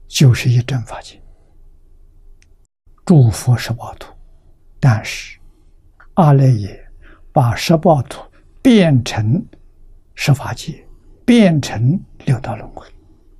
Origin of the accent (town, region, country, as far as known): China